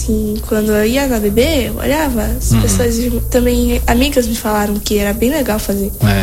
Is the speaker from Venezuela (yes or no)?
yes; Venezuela; now in Marau, Brazil; Eu sou da Venezuela.